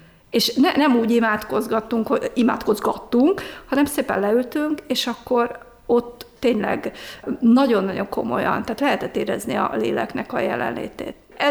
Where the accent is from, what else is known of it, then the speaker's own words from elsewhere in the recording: Hungary; Hát először nagyon-nagyon nehezen viseltük, mint magyarok